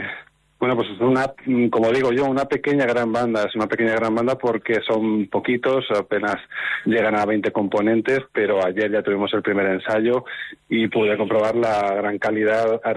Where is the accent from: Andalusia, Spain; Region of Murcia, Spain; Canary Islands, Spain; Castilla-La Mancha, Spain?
Castilla-La Mancha, Spain; Madridejos; Castilla-La Mancha, que es mi tierra. Yo soy toledano, soy de una población que se llama Madridejos.